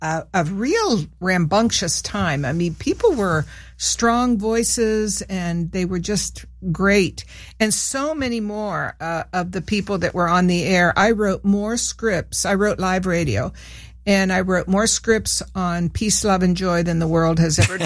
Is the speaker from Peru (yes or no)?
yes; Peru; born or raised there